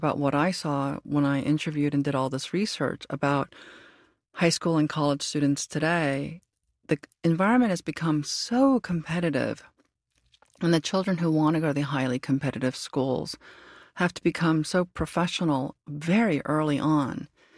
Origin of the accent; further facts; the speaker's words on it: New York City, New York, United States; However, when I was in high school, I went to the Bronx High School of Science in New York, which is a specialized high school.